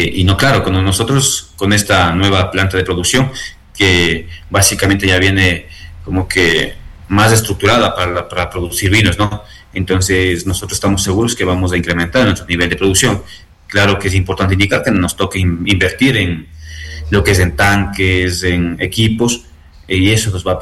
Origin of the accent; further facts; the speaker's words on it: Cotopaxi, Ecuador; Somos de Sitges, somos de Quinticusí. Somos de Cotopaxi